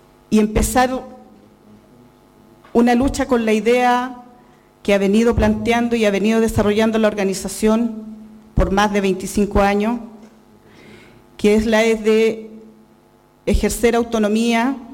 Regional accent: Lumaco, Araucanía, Chile; Vengo de El Lof Pidenco, Lumaco. Un lugar histórico para nuestro pueblo

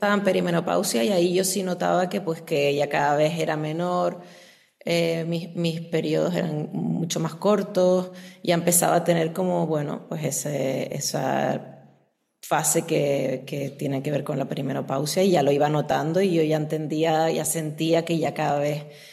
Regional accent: Canary Islands, Spain; yo soy de las Islas Canarias y entonces mis ancestras, pues los ancestros de las Islas Canarias, en Tenerife en concreto, momificaban

